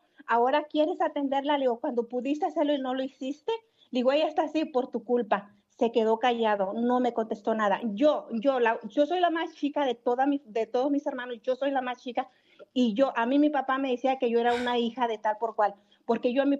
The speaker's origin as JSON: {"language": "Spanish", "region": "Michoacán", "country": "Mexico", "said": "Yo soy del estado de Michoacán."}